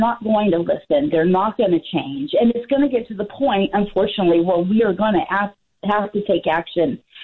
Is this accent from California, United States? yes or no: yes; California, United States; So I'm from California, and I am a 100% Trump supporter.